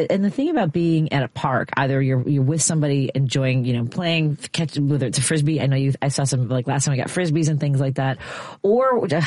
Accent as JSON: {"language": "English", "town": "Chicago", "region": "Illinois", "country": "United States", "tie": "born or raised there", "said": "I grew up in Norwood Park, which is a community on the northwest side of Chicago."}